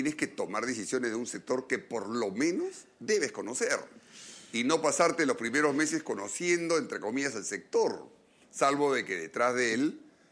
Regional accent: Peru; Bueno, es que todos son peruanos, todos somos peruanos.

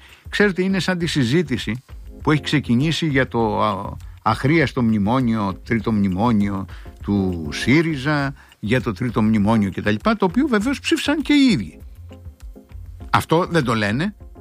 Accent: Crete, Greece; now in Zografou, Greece; Κοίταξε, στο χωριό μου, και το όνομά σου παραπέμπει και σένα, είναι Κρήτη.

